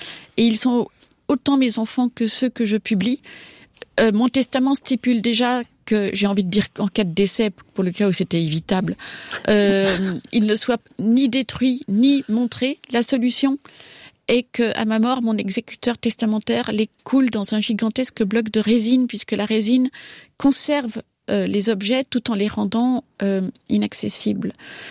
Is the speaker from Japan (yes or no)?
yes; Japan; also born or lived in Belgium; Je disais que je venais du Japon et je suscitais la perplexité dans le regard de mon vis-à-vis, mais j'étais persuadée d'avoir raison et je me sentais profondément japonaise.